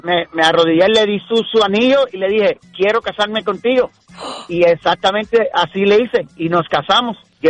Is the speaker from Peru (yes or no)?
no; Puerto Rico; now in Texas, United States; Yo soy puertorriqueño y mi esposa es nacida acá en Texas, pero es de México.